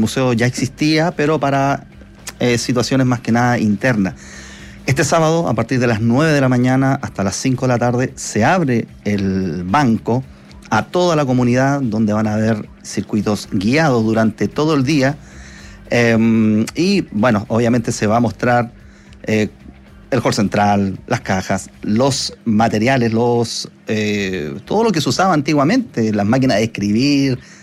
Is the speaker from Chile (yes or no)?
yes; Valparaíso, Chile; Y precisamente de mi amada ciudad, Valparaíso.